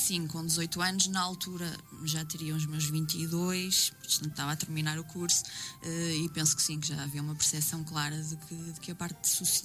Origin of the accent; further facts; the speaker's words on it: Santa Maria da Feira, Norte, Portugal; moved away as an adult; sou natural de Santa Maria da Feira, não é? Cheguei a Rãs com 18 anos.